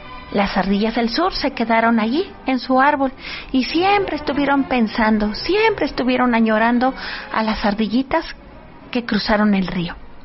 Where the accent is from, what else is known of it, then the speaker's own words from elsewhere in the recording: Mexico; Exactamente, pero todos somos mexicanos.